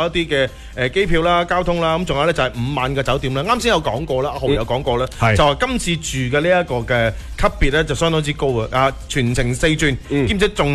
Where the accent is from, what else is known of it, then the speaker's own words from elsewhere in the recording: Guangdong, China; 但系你话口味咁啊，啱唔啱我哋广东人？